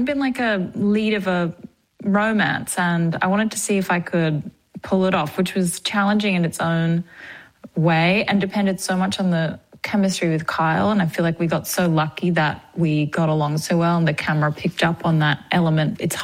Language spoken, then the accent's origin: English; Australia; accent: Australian